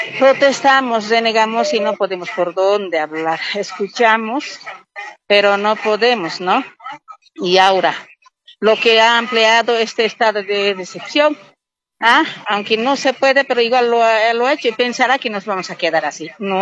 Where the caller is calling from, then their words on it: Sacaba, Cochabamba, Bolivia; desde Sacaba estoy llamando todos los días